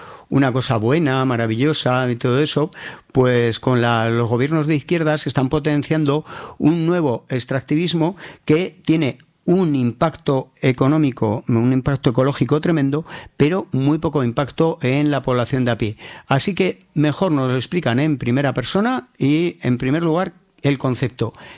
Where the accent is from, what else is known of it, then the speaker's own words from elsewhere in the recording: Aragon, Spain; como decimos aquí en Aragón